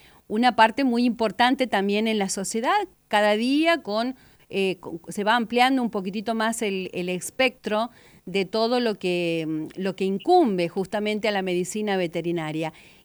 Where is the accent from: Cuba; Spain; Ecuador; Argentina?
Argentina; Santiago del Estero; así somos los santiagueños